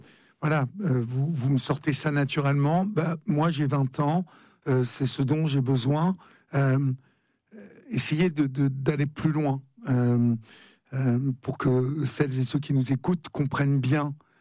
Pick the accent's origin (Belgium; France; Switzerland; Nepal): France; Normandy; C'est certain, je suis normand, je vous le confirme.